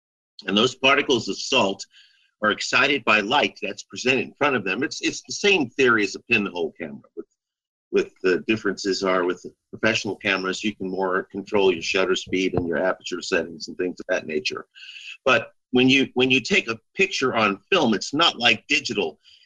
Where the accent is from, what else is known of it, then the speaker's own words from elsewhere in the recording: Central Luzon, Philippines; I was raised on Clark Air Force Base, which was a SAC CIA installation in the Philippines